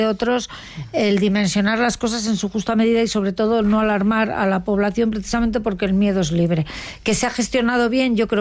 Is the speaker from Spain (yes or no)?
yes; Madrid, Community of Madrid, Spain; Oye, señoría, que yo soy de Carabanchel, que antes estabais hablando de mi barrio